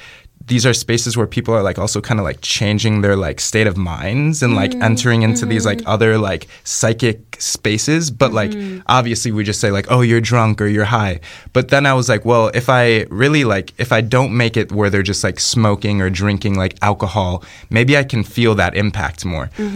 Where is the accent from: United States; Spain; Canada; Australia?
United States; Chicago, Illinois